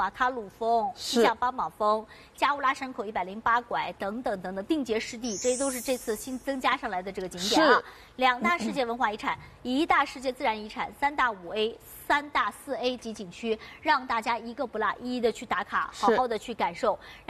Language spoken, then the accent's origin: Chinese; China; 作为一个中国人那种骄傲感